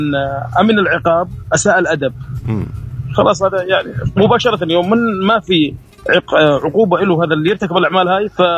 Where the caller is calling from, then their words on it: Deir ez-Zor, Deir ez-Zor Governorate, Syria; من دير الزور.